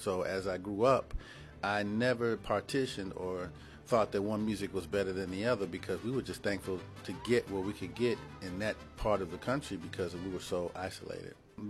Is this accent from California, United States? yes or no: yes; El Centro, California, United States; Growing up in El Centro, California, it's a rural town, and the primary music there was Latin music or music from Mexico, Colombia, you know, mariachi music.